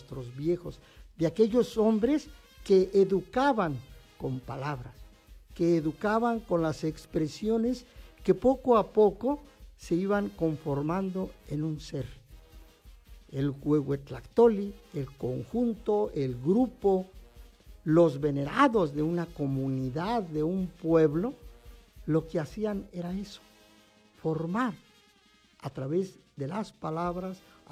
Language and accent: Spanish; Huasteca, Mexico; nuestra región huasteca